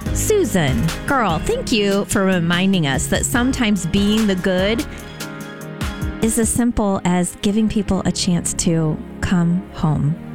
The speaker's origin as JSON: {"language": "English", "town": "Metamora", "region": "Illinois", "country": "United States", "tie": "born or raised there", "said": "growing up in Metamora Redbird"}